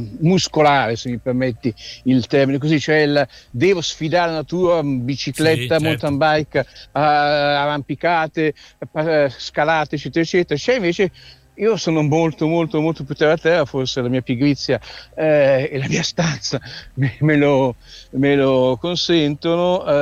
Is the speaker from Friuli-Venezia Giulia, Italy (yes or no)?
no; Milan, Lombardy, Italy; sono milanese